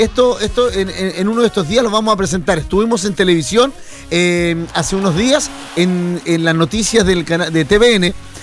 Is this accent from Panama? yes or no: no; Chile; Porque Chile, nosotros somos chilenos y vamos a representar la patria